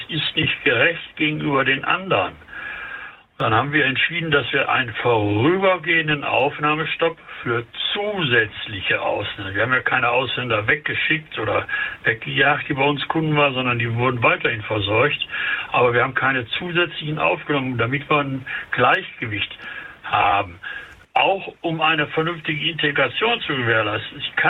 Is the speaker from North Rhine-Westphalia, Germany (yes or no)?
yes; Essen, North Rhine-Westphalia, Germany; Also ich bin im Essener Norden geboren und groß geworden, aufgewachsen, habe den ganzen Wandel, auch im negativen Sinne des Nordens, miterlebt.